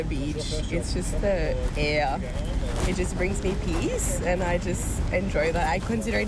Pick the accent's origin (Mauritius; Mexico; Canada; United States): Mauritius; now in Canberra, Australia; So I'm from Mauritius, so a little island in the Indian Ocean, so it's very small, so you're like wherever you live, you're like very, very close to the beach.